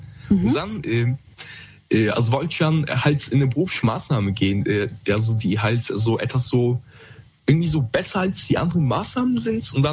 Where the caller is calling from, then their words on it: Koblenz, Rhineland-Palatinate, Germany; Also, ich komme aus Koblenz, Rheinland-Pfalz.